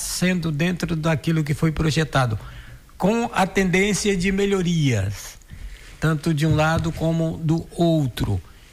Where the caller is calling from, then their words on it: Brazil; Eu sou brasileiro. Eu sou brasileiro